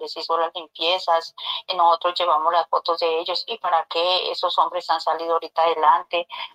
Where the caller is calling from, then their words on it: Tunja, Boyacá, Colombia; Sí, señor, nosotros somos pacientes de Tunja. Pues, profesor, lo que le contaba, profesor, nosotros tenemos una finca acá, vivimos en la finca